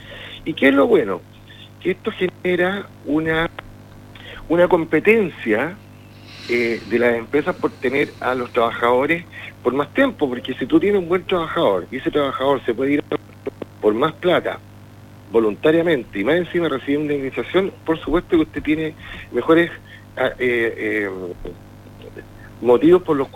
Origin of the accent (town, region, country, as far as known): Chile